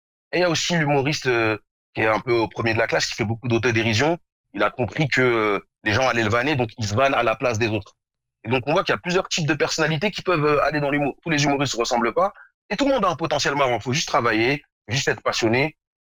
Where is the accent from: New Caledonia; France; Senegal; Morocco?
Morocco; parce que moi, je suis marocain, mais je suis aussi noir. Et donc, je vis la double identité à la fois de noir et à la fois de marocain.